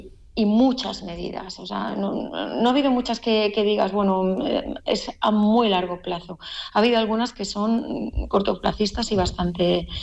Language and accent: Spanish; Alicante, Valencian Community, Spain; quizás yo como alicantina, como alicantina y como abogada